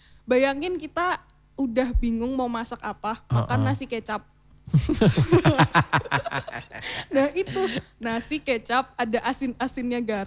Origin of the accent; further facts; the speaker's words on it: Klaten, Central Java, Indonesia; Aku asli Klaten